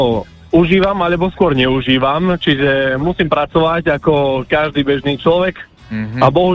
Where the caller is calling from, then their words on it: Žilina Region, Slovakia; ja som konkrétne z Oravy